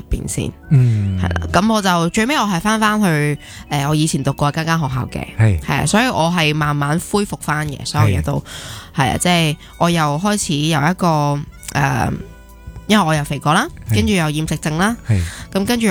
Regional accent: Hong Kong; born or raised there

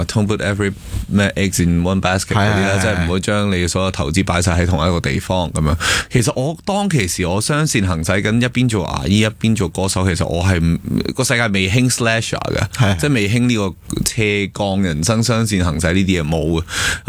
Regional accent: Hong Kong

